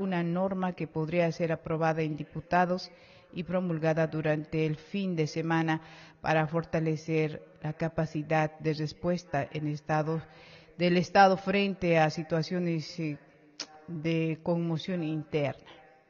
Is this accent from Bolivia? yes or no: yes; Bolivia; el boliviano, el sangre de indio, como somos, nos identificamos indígenas originarios